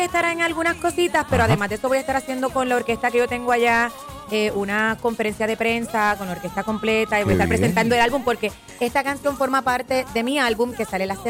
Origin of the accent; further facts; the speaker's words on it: Fajardo, Puerto Rico; Yo soy producto de Escuela Pública de Fajardo, Puerto Rico.